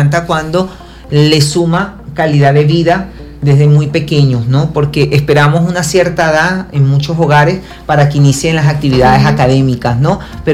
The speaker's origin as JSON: {"language": "Spanish", "country": "Venezuela", "said": "lo digo como venezolano en este país, porque no he ido a otro país"}